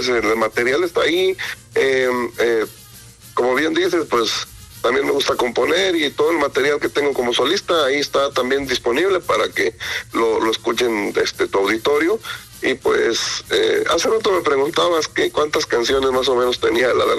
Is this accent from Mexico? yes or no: yes; Zacualpan, Veracruz, Mexico; no nos he podido recuperar de la bailada de 4 días que nos aventamos por allá en mi pueblo. Pero sí, el próximo carnaval quedan invitadísimos también a Zacualpan, Veracruz, que es un pueblo chiquito, muy bonito.